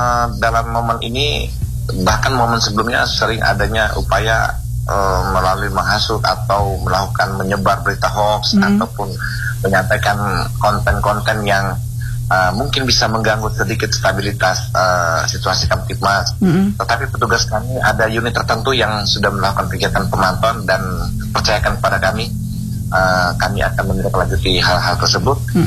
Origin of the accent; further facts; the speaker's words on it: East Nusa Tenggara, Indonesia; sebuah kebanggaan bagi kita orang ND, orang Flores, orang NTT, dan orang Indonesia.